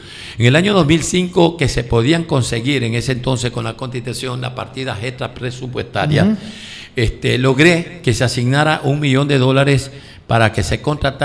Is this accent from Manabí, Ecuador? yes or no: yes; Manta, Manabí, Ecuador; Yo nací en Manta, en el barrio Cristo Rey, pues. En la parroquia Tarque, ahí me crié.